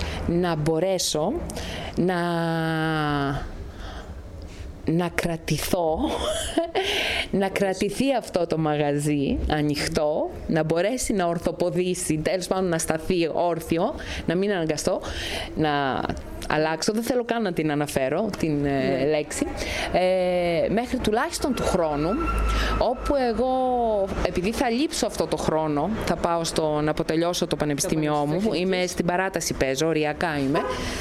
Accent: Kallirachi, East Macedonia and Thrace, Greece; πιστεύω ότι θα μπορούσα να δώσω και ένα μικρό λιθαράκι πολιτισμού το χωριό μου, στην πατρίδα μου. Έχει τόσα παιδιά εδώ, έχει 55 στο δημοτικό και άλλα δεν ξέρω πόσα στο επαγγελματικό λύκειο που είναι παράρτημα της Χρυσούπολης, που έχουμε εδώ στην Καλλιράχη

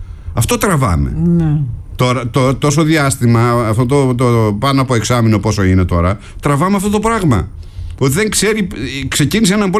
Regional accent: Epirus, Greece; από τη φωτιά στην ιδιαίτερη πατρίδα μου, τον Παλαμπά Φιλιατών Θεσπρωτείας, αν το λέω σωστά.

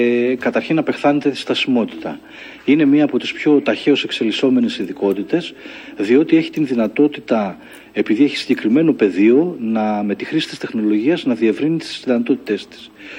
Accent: Alexandroupoli, Eastern Macedonia and Thrace, Greece; η καταγωγή μου είναι από την Αλεξανδρούπολη

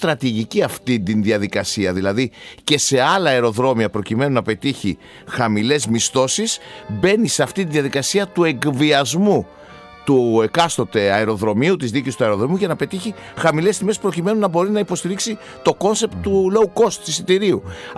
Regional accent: Greece; κατάλαβαν ότι είμαστε Έλληνες

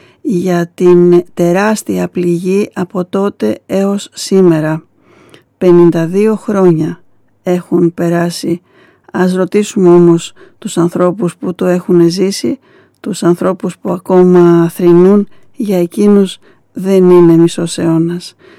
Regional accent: Greece

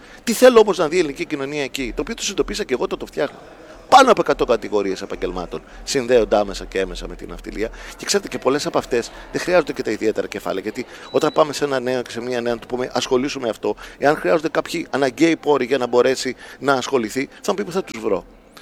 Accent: Greece; Χαίρομαι πάρα πολύ που βρίσκομαι στη Θεσσαλονίκη. Χαίρομαι πάρα πολύ που βρίσκομαι στη Βόρεια Ελλάδα

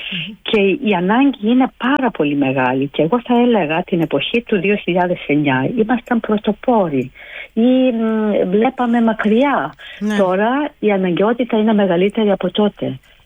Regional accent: Greece; εδώ στο εξωτερικό και έτσι και για μένα σαν Ελληνίδα

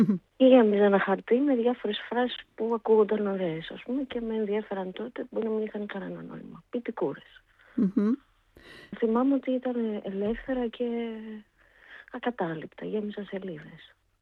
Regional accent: Heraklion, Crete, Greece; moved away as an adult; also born or lived in Mytilene; now in Athens, Greece; Γεννήθηκα στη Μυτιλίνη, ήρθα στην Αθήνα 4, πήγαμε στην Κρήτη στα 8, ήταν από εκεί ο μπαμπάς μου και έμεινα μέχρι το 30, σχεδόν 31.

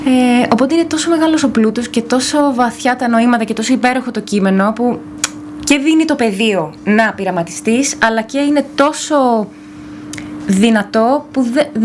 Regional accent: Thessaloniki, Central Macedonia, Greece; moved away as an adult; now in Ioannina, Greece; Έρχομαι από Θεσσαλονίκη.

